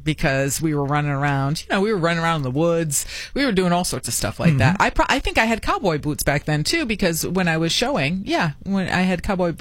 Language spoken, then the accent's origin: English; Foster, United States; growing up in Foster because, you know, riding horses, being part of the 4-H.